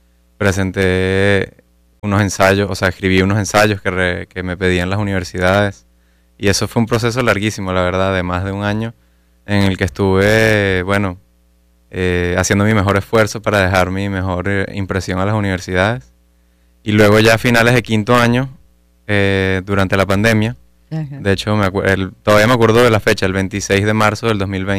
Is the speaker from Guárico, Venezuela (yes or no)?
no; Caracas, Capital District, Venezuela; Yo nací y crecí aquí en Caracas